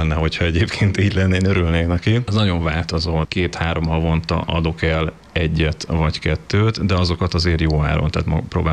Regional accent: Győr, Győr-Moson-Sopron, Hungary; moved away as an adult; now in Székesfehérvár, Hungary; én győri vagyok, Győrben születtem, és én ide költöztem, kedvesem ez a lakást. A szerelem hozott végül is ide Székesfehérvárra

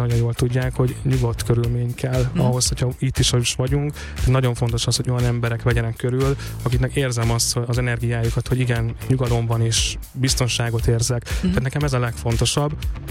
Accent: Békés, Hungary; now in Budapest, Hungary; hogyha hazautazok a szüleimhez vidékre, ugye a Békés megyéből származom

